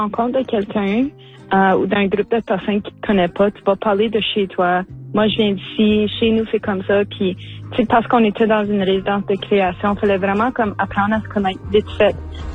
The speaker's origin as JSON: {"language": "French", "region": "Ontario", "country": "Canada", "said": "moi, je viens du nord de l'Ontario"}